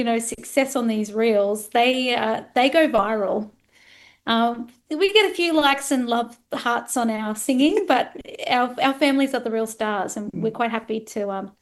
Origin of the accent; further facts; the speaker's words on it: Bundaberg, Queensland, Australia; my family are from Bundaberg. Well, I'm from Bundaberg too, and my family had the Cafe Royal and the Elite Cafe.